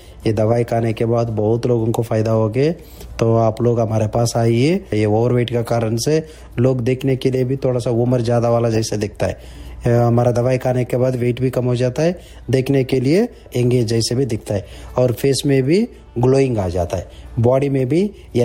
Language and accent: Hindi; South India, India; also born or lived in Kerala; now in Canada; मैं south India से हूँ।